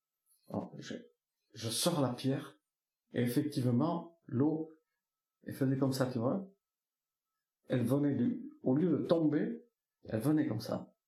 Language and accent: French; Nouvelle-Aquitaine, France; chez moi, dans le Pays Basque, dans les Pyrénées